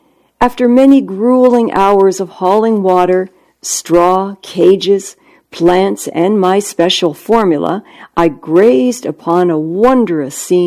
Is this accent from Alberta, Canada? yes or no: no; Ontario, Canada; moved away; the area where I grew up in Ontario, Canada